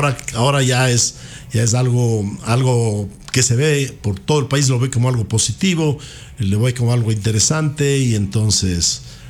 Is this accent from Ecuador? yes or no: yes; Ecuador; Yo soy profundamente ecuatoriano y vivo de tener orgullo de esto